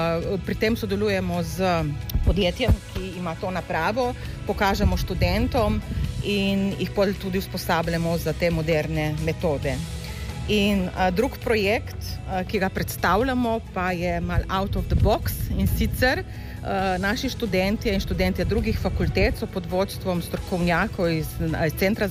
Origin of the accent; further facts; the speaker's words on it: Vipava Valley, Slovenia; ker prihajam z Vipavske doline